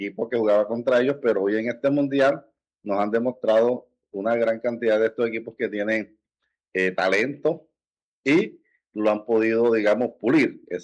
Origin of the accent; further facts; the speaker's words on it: San Basilio de Palenque, Bolívar, Colombia; Soy palenquero y mi origen es el continente africano, mis ancestros, pero hoy yo soy nacional colombiano, nacido aquí